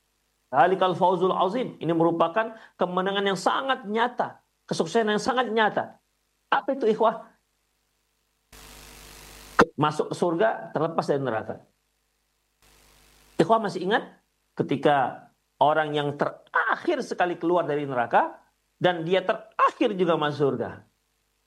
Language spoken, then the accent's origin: Indonesian; West Sumatra, Indonesia; Mereka terpesona, kalau bahasa kami orang Minang terperangah gitu.